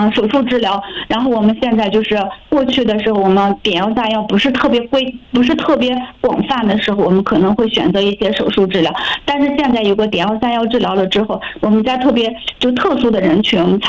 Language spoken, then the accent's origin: Chinese; China